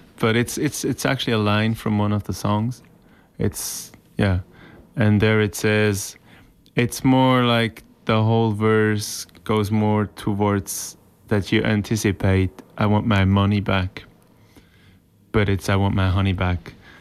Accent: Switzerland; first language Swiss German; English is a second language; Yeah, my native language is Swiss German.

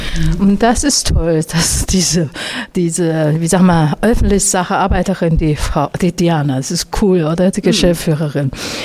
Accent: Leipzig, Saxony, Germany; Ich komme aus Leipzig, ne?

